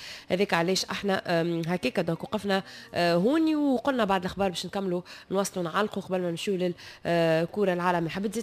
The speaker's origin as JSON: {"language": "Arabic", "country": "Tunisia", "said": "اللي عندنا في تونس"}